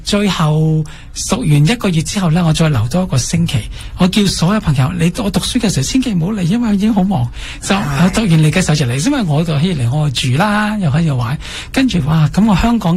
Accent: Canada; 佢哋收入比我哋加拿大少好多

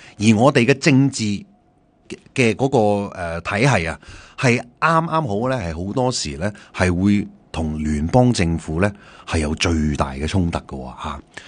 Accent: China; 好似我哋中國人好鍾意話啊

